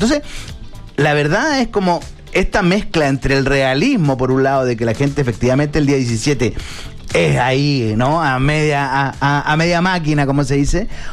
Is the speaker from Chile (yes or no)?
yes; Chile; nosotros como chilenos